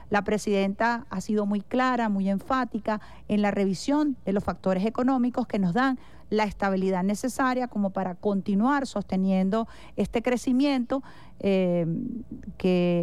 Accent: Venezuela

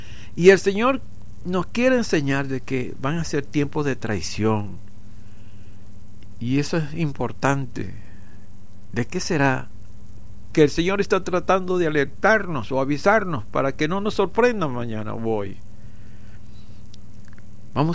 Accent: Venezuela

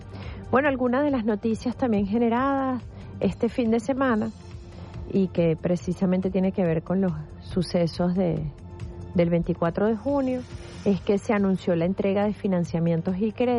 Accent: Venezuela; Es parte de lo que se espera que como venezolanos hagamos.

